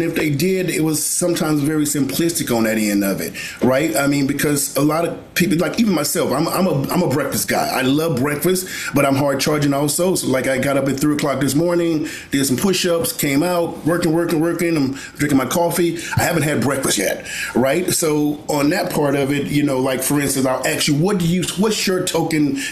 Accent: Mississippi, United States; I'm from Mississippi, and the best part of me being from where I'm from was sitting down at a table eating together with my family.

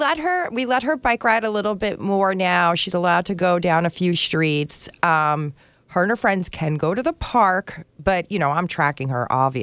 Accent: New Jersey, United States; I grew up in Central Jersey where Wawas were everywhere.

